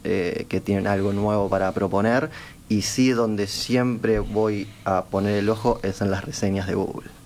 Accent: Montevideo, Uruguay; also born or lived in Cerro Largo, Uruguay; si bien nací en Montevideo y crecí en Montevideo, también tuve infancia en el interior, en Cerro Largo.

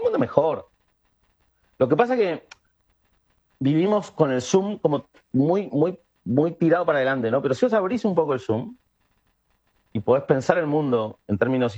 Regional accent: Buenos Aires, Argentina; also born or lived in Rosario, Argentina; un barrio acomodado de la ciudad de Buenos Aires, dijera Pocitos, no sé, un lugar así. Y yo crezco ahí, negro, pero blanco. Una familia con poder adquisitivo, un departamento alfombrado, con losa radiante

